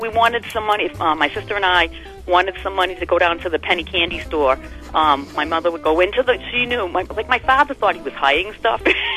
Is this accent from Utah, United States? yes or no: no; Webster, Massachusetts, United States; now in Thompson, United States; from Thompson. I'm originally from Webster, Mass.